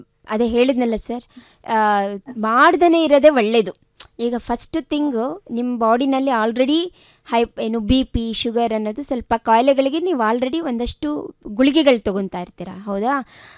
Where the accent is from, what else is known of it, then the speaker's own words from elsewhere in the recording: Karnataka, India; ನಾವು ಈ ಕಡೆ ಹುಬ್ಳಿ ಧಾರವಾಡ ಮಂದಿ